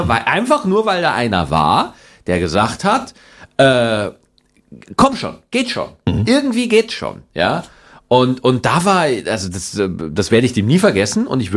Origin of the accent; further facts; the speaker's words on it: Schwarzach, Bavaria, Germany; Also ich bin in Schwarzach zur Schule gegangen, also es ist wirklich ein bayerisches.